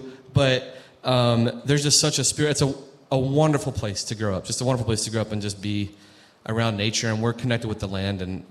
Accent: West Virginia, United States; I'm from West Virginia.

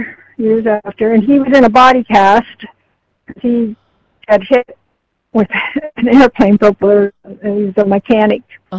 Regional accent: Pennsylvania, United States; born there; moved away as an adult; now in Vermont, United States

